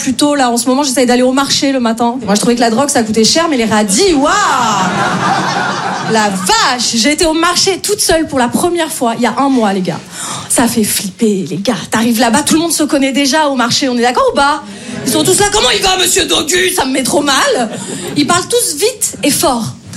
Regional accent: Paris, Île-de-France, France; moi je viens de Paris, j'essaye de jouer un peu dans plein de villes en France

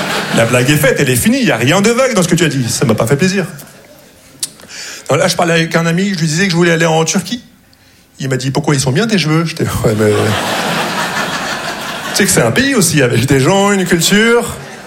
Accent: Casablanca, Casablanca-Settat, Morocco; Parce que moi … j'ai grandi au Maroc, mais on dirait que ma voix est doublée par un gars qui s'appelle Maximilien.

